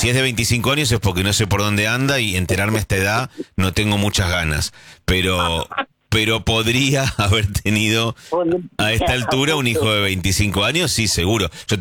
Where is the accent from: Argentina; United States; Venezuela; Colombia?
Argentina; Buenos Aires; now in Mar del Plata, Argentina; yo soy de Buenos Aires y se me vence el alquiler de mi inquilino